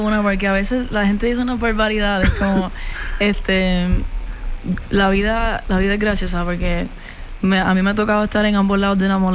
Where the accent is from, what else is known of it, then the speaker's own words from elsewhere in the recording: Añasco, Puerto Rico; Yo todavía estoy en añaco, en casa, en mi pueblo chiquito, estoy en chancla, estoy saliendo para la playa, la guagua está llena de arena, tú sabes.